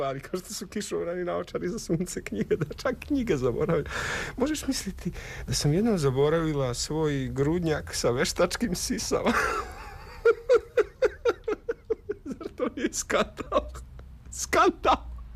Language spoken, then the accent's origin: Serbian; Belgrade, Serbia; born there; Rođena. Ja sam rođena Beograđanka. Upamti. Beograđanka, četvrta generacija, upamti.